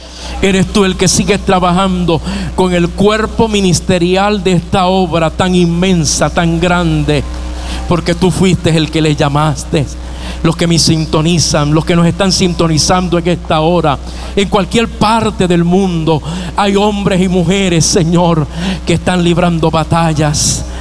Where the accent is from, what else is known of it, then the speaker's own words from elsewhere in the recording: Puerto Rico; Y si usted y yo como puertorriqueños caemos en una crisis